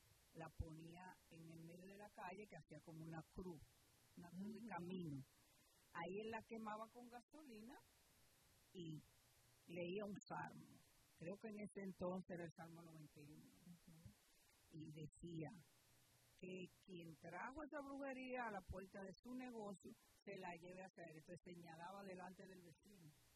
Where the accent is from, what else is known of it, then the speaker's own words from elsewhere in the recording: Dominican Republic; Mi padre tenía un colmado, una bodega, no sé cómo lo dicen en su país, pero en mi país dominicana le dicen colmado.